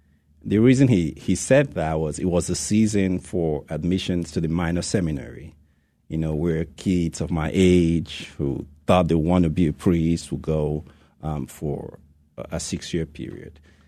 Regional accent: Nigeria; moved away; I am from Nigeria. Mm-hmm. And from the beginning, yes, I grew up in the faith in a very Catholic family.

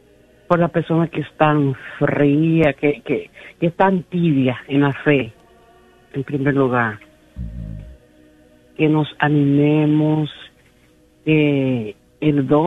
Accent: Dominican Republic; Yo ahorita estaba hablando con mi hermana, yo soy dominicana

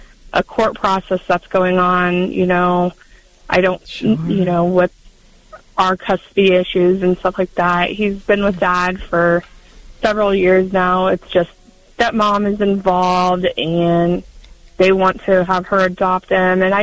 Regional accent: Hastings, Nebraska, United States; I'm from Hastings and Nebraska, and every day I face a new challenge

